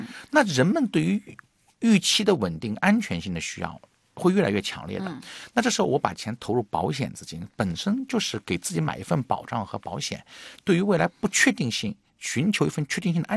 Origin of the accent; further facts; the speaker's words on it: China; 对对，而且在我们中国人的文化传统下呀